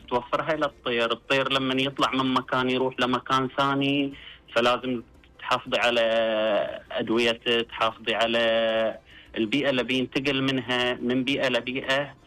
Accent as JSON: {"language": "Arabic", "town": "Qatif", "region": "Eastern Province", "country": "Saudi Arabia", "said": "إحنا البلبول عندنا منتشر عندنا في القطيف بشكل كبير."}